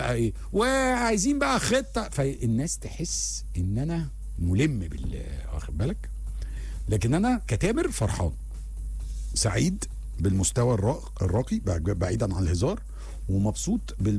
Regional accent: Egypt; انا كمصري

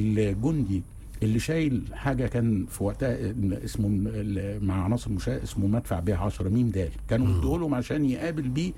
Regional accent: Egypt; احنا كضباط مصريين

